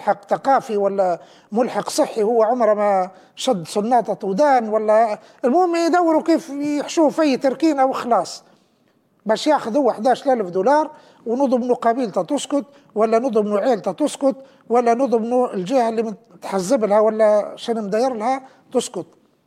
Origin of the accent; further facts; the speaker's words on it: Libya; كلنا كليبيين